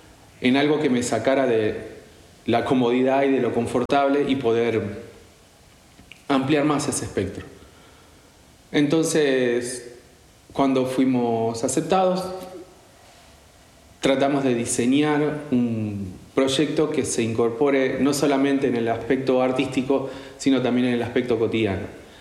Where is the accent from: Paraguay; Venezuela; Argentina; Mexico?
Argentina; Marcos Juárez, Córdoba; born there; soy de Argentina, de Sudamérica. Y nací en 1976, en una pequeña localidad del interior de la provincia de Córdoba, llamada Marcos Juárez.